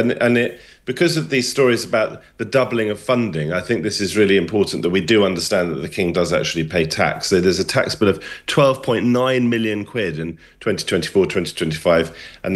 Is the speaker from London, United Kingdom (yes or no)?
yes; London, United Kingdom; I grew up in London knowing that the Queen, the late Queen, was living in the palace, at least for part of the time